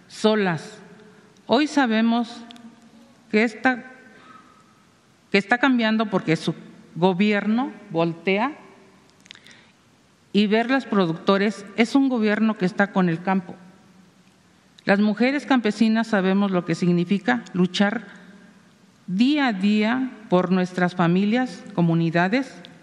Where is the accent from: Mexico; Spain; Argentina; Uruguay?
Mexico; Maravatío, Michoacán; vengo del oriente de Michoacán, de Marabatío, una región productora de maíz donde nuestros abuelos enseñaron a sembrarlo y hoy lo hacemos con pasión y arraigo.